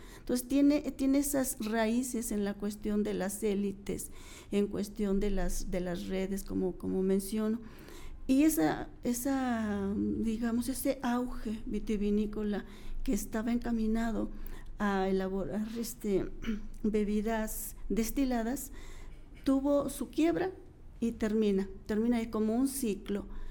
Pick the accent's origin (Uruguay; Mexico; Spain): Mexico; lo que somos como mexicanos, como este grupo mestizo, que son la mayoría de la población